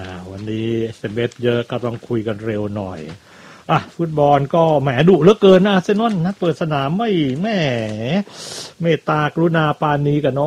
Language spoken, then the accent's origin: Thai; Southern Thailand, Thailand; ผมก็คนใต้นะ